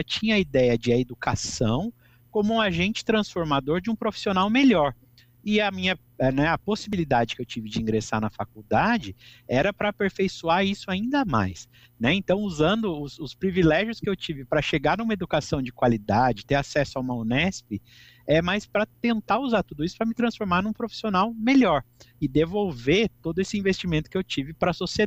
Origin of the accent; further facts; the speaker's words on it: Bauru, São Paulo, Brazil; now in Araraquara, Brazil; porque eu sou uma pessoa do interior. Eu sou nascido e criado em Bauru e me mudei para Araraquara para cursar a faculdade.